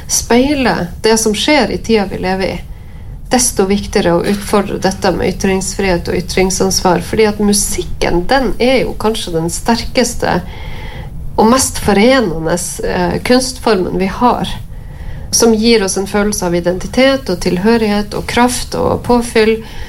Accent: Palestine; hvor de er fra, og hun forteller at vi er fra Palestina.

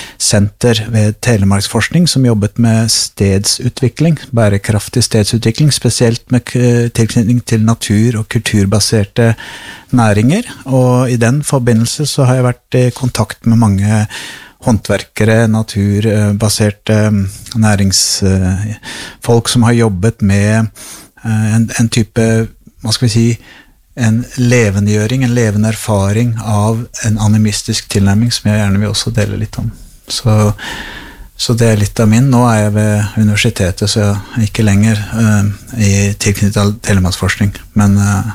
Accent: Kongsberg, Buskerud, Norway; also born or lived in United States; Jeg vokste opp på Kongsberg

